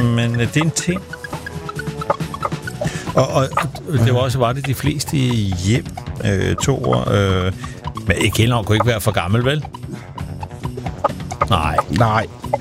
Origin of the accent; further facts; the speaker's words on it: Klovborg, Central Denmark Region, Denmark; Jeg er fra Klovborg.